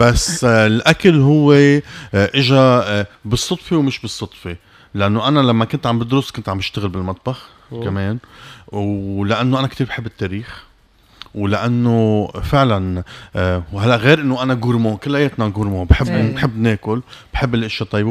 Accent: Lebanon; also born or lived in Canada; now in Tunisia; انا اصلي لبناني وحامل جنسية كندية

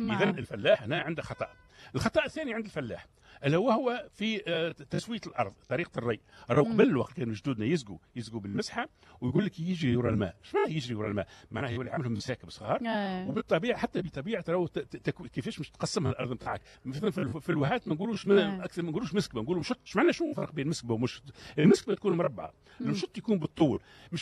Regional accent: Tunisia; وإحنا عندنا في تونس

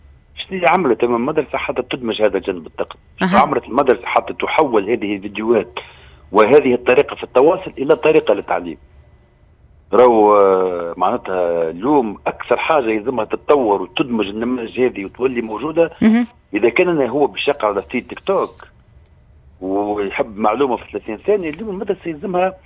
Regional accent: Tunisia

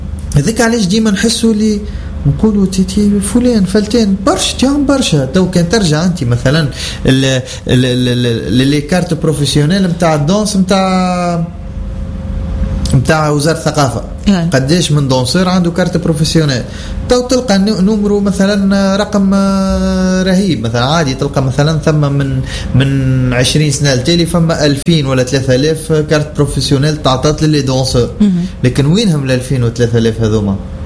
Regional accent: Tunisia; also born or lived in Sfax

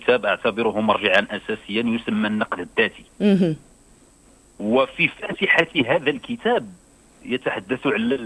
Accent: Morocco; عندنا في المغرب

